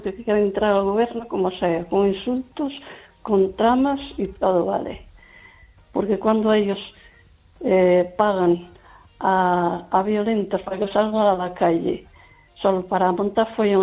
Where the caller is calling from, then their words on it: Lugo, Galicia, Spain; Hola, buenas noches.